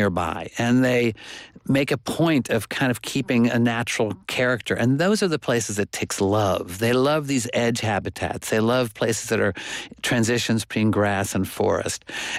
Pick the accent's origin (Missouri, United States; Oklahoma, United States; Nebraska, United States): Oklahoma, United States; You know, when I was growing up, I grew up in Oklahoma